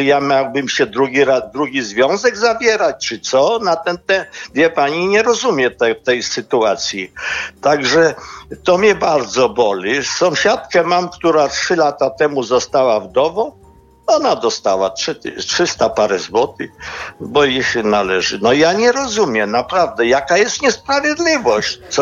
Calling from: Lublin, Lublin Voivodeship, Poland; Dzień dobry, ja dzwonię z Lublina.

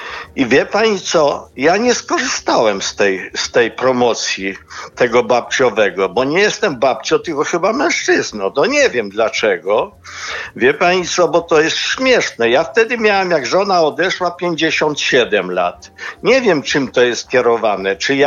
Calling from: Lublin, Lublin Voivodeship, Poland; Dzień dobry, ja dzwonię z Lublina.

